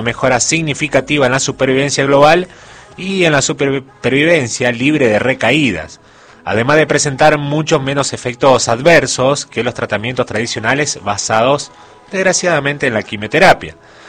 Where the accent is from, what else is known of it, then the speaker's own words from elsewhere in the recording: Argentina; Así que así somos los argentinos.